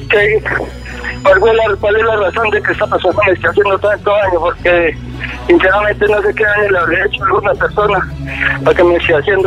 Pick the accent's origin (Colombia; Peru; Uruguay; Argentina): Colombia; Medellín, Antioquia; Bueno, yo primero que todo, yo soy de Medellín.